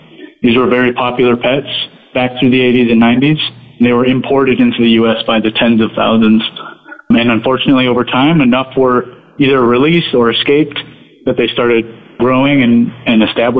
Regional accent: Michigan, United States; now in Florida, United States; You know, I grew up in Michigan, which isn't quite Alaska, but it still has, you know, some pretty cold winters.

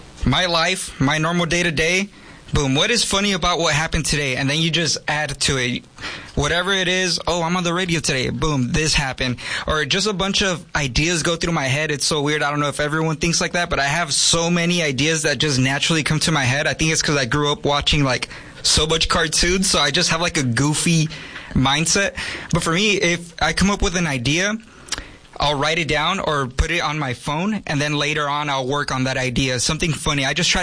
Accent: Yuma, Arizona, United States; I grew up on Somerton Avenue, but I basically my whole life, Yuma.

